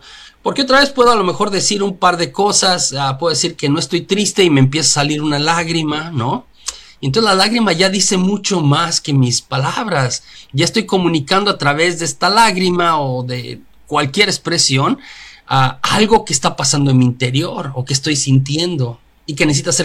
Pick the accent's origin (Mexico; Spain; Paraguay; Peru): Mexico; now in United States; En México, cuando yo iba creciendo como niño